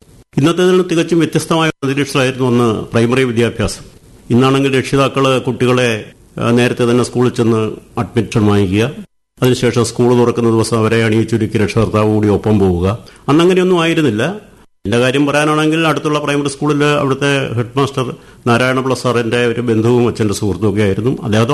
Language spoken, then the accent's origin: Malayalam; Thodiyoor, Kerala, India; കരുനാഗപ്പള്ളി താലൂക്കിലെ തൊടിയൂർ എന്ന ഗ്രാമത്തിലാണ് ഞാൻ ജനിച്ചത്. തികച്ചും ഗ്രാമ്യമായ അന്തരീക്ഷമുള്ള ഒരു ചുറ്റുപാടിലാണ് അന്ന് ജനിച്ചത്. ഇന്നത് ഒരു പട്ടണത്തിന്റെ പകിട്ടുമൊക്കെ വന്നിരിക്കുകയാണ്. അതായത് കരുനാഗപ്പള്ളി മുനിസിപ്പാലിറ്റിയോട് ചേർന്ന് കിടക്കുന്ന പ്രദേശം